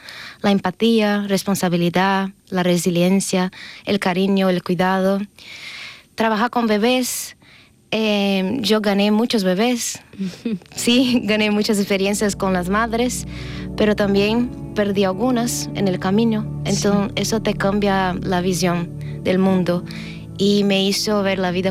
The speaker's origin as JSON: {"language": "Spanish", "country": "Brazil", "moved": "yes", "said": "Yo soy brasileña y tengo 25 años."}